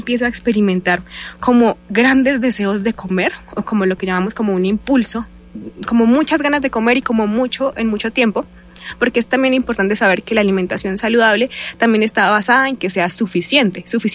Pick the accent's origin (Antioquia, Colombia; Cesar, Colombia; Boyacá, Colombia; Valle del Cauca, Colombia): Boyacá, Colombia; Soy de Boyacá, entonces yo he trabajado en varios municipios de Boyacá.